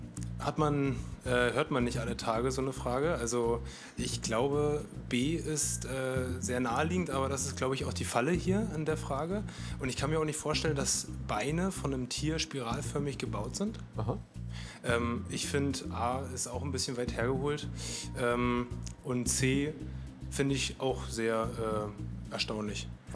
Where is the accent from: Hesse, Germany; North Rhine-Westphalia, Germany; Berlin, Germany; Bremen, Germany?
Bremen, Germany; Genau, wir kommen aus Bremen.